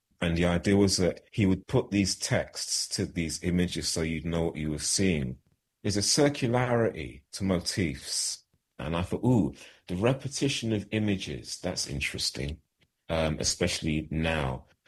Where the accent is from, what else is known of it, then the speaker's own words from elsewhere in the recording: London, United Kingdom; born there; I was born in London in 1963.